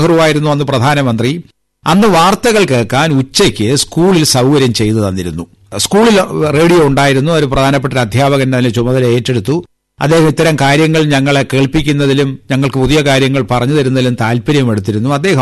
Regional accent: Anavoor, Kerala, India; കാരണം ഞാൻ ജനിച്ചു വളർന്നത് ഒരു ഗ്രാമത്തിലാണ്. നെയ്യാറ്റിൻകര താലൂക്കിലെ ആനാവൂർ വില്ലേജിൽപ്പെട്ട ഒരു പ്രദേശത്താണ് ഞാൻ ജനിച്ചതും വളർന്നതും.

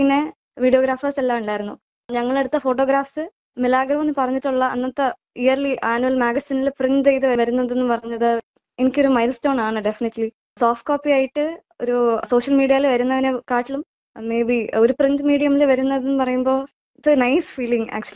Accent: Tamil Nadu, India; Malayalam is a second language; ഞാൻ തമിഴ്നാട്ടിൽ നിന്നാണ് ഇവിടെ പഠിക്കാൻ വന്നത്.

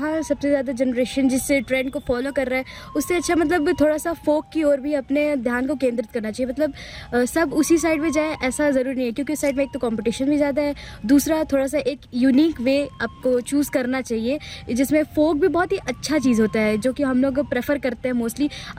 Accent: Uttar Pradesh, India; मैं यूपी से हूँ

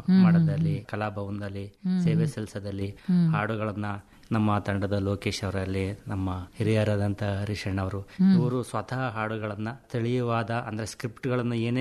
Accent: Karnataka, India; ಮೂಲತಃ ನೀವು ಹೇಳಂಗೆ ನಾವು ಜೋಡಿ ಗುಬ್ಬಿ. … … ಅಂತ. ನಾವು ಹಳ್ಳಿಯಿಂದ ಬಂದಂತ ಜನಗಳು

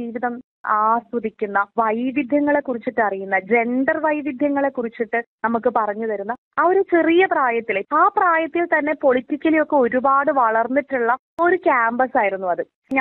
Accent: Vaikom, Kerala, India; moved away as an adult; also born or lived in Ernakulam; ആദ്യമായിട്ടായിരിക്കും മറ്റൊരു ജില്ലയിലേക്ക് ഞാൻ പഠിക്കാൻ വരുന്നത്. വൈക്കത്ത് ഒരു നാട്ടിൻപുറ ഗ്രാമത്തിൽ നിന്നും ആദ്യമായിട്ട് എറണാകുളം പോലെയുള്ള ഒരു മഹാനഗരത്തിലേക്ക്

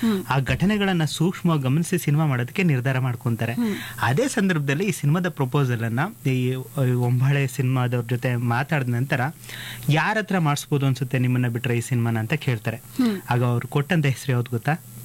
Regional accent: Karnataka, India; ನಾನ್ ಕನ್ನಡಿಗ

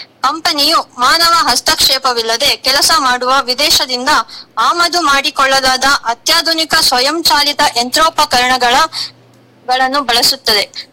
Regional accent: Koppa, Karnataka, India; now in Chikmagalur, India; ಕೊಪ್ಪದಿಂದ ಬಂದಿರೋದು ಸರ್.

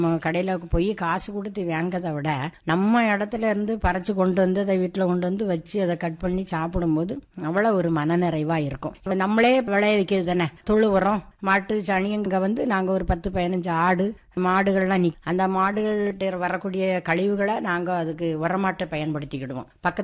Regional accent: Tamil Nadu, India

